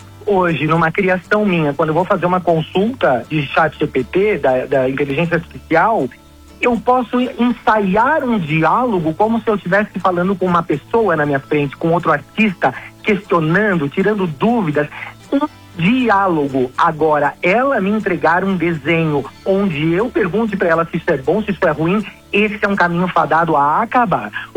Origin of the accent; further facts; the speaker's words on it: Brazil; eu sou brasileiro